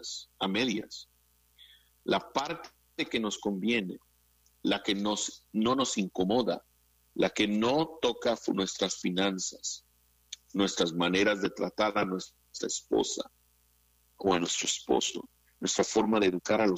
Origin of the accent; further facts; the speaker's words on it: Mexico; como pueblo evangélico, y especialmente si somos mexicanos